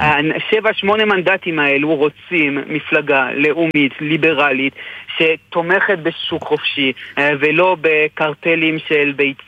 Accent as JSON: {"language": "Hebrew", "country": "Canada", "tie": "born or raised there", "lives_now": "Israel", "said": "גדלנו בקנדה ודיברנו על הוקי, לא דיברנו על... לא ידענו בכלל מה זה וורלד קאפ, לא ידענו בכלל מה זה, אבל..."}